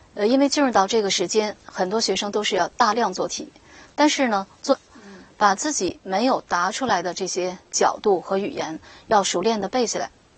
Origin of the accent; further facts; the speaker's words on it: China; 我们中国人是讲每临大事有静气，大事不慌，小事不躁，这是一种本事。